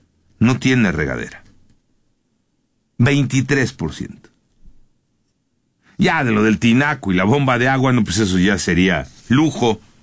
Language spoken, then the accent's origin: Spanish; Mexico